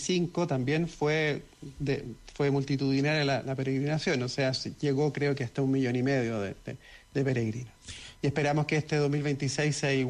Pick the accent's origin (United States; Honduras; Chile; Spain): Chile; yo creo que como todo buen chileno soy muy devoto de la Virgen del Carmen